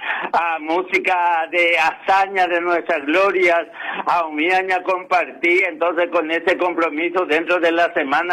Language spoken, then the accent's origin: Spanish; Paraguay; nos obliga como paraguayo para ir ojeando esta página de nuestra historia